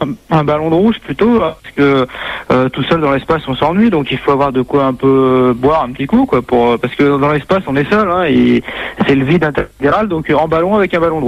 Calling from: Amiens, Hauts-de-France, France; Je suis d'Amiens.

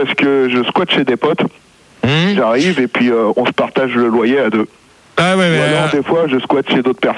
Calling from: Paris, Île-de-France, France; Moi, j'appelle de Paris

